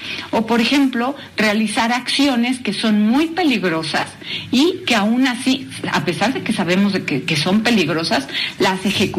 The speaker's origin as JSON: {"language": "Spanish", "country": "Mexico"}